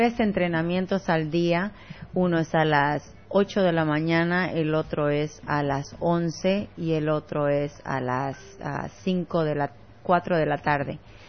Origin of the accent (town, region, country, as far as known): Bolivia